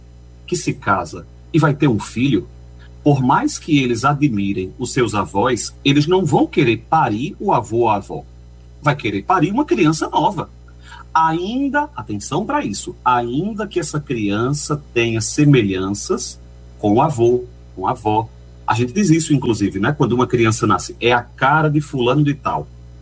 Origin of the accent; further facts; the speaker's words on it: Recife, Pernambuco, Brazil; Quando alguém chega na minha casa, a primeira coisa que eu quero contar é de onde eu vim. Veja, quando a gente começou a se falar hoje, eu disse a você, eu sou de Recife, né?